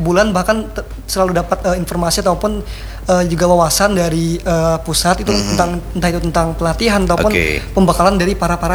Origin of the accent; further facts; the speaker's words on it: Amuntai, South Kalimantan, Indonesia; moved away as an adult; now in Banjarmasin, Indonesia; Orang Hulu Sungai Utara, orang Amuntai.